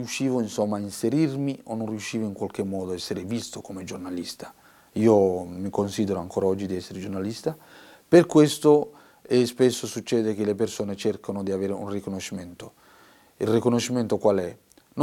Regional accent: Mogadishu, Somalia; Italian is a second language; moved away as an adult; now in Italy; La mia apprendistata non è durata molto in Somalia, a Mogadiscio, per motivi, diciamo, di guerra e mancanza di rispetto dei giornalisti. Ho dovuto lasciare il mio paese. Quando sono arrivato qui in Italia

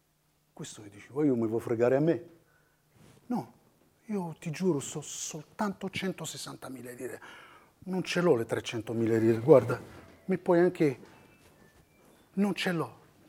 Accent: Morocco; Italian is a second language; now in Italy; No, sono marocchino.

